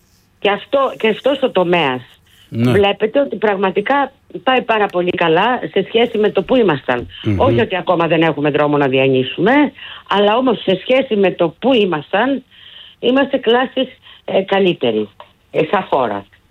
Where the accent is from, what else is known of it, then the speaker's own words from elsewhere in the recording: Greece; για μας, τους μέσους, τους απλούς, τους συνηθισμένους Έλληνες πολίτες. Και εγώ τον εαυτό μου εκεί τον κατατάσσω